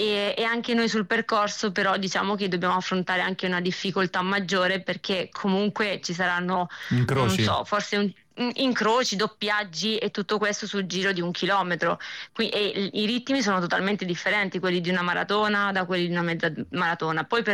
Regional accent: Ostia, Lazio, Italy; E l'Italia, io sono di Ostia

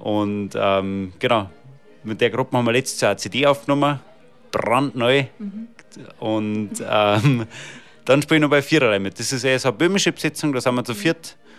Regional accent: Uffing am Staffelsee, Bavaria, Germany; Ich komme aus dem Landkreis Garmisch-Partenkirchen, genauer gesagt aus Offing am Staffelsee.

